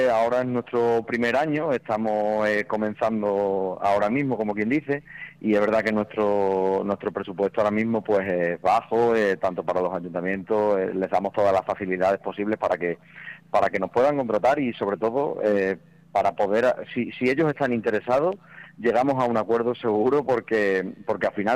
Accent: Almendralejo, Extremadura, Spain; Yo soy de Almendralejo

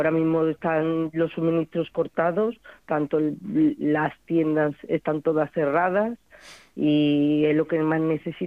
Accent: Pereira, Risaralda, Colombia; now in Spain; yo soy de Risaralda, que es la comunidad donde más ha afectado el terremoto, y precisamente en Pereira, que es donde han caído muchísimos edificios, toda mi familia está allí, mi padre actualmente está viviendo allí

